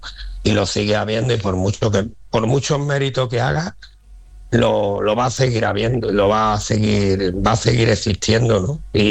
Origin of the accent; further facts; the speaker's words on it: Seville, Andalusia, Spain; now in Ceuta, Spain; lo dice alguien que no ha nacido en Ceuta, ¿eh? Soy un sevillano, pero desde que llegué me di cuenta de muchas de las circunstancias que tiene que luchar Ceuta